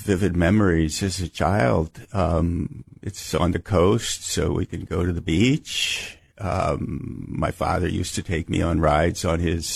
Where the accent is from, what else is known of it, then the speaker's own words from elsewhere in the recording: United States; also born or lived in Japan; It's different because I'm an American, and this is a very small city in the early 1960s.